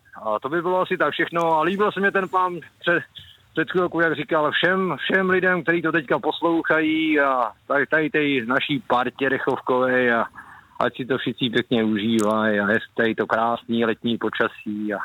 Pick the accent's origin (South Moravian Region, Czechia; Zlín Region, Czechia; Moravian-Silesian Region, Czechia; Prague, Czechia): Zlín Region, Czechia; Zubří; now in Ostrov, Czechia; Já jsem rodák ze Zubří, tam mám mamku